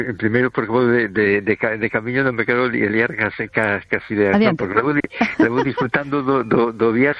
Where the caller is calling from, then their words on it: A Coruña, Galicia, Spain; de Coruña. ¿Qué tal estamos?